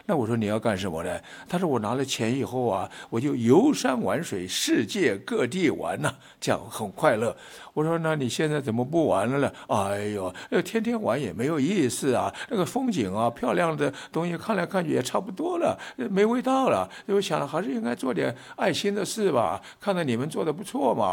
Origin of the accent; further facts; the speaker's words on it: Taiwan; 我们在台湾打高尔夫球很贵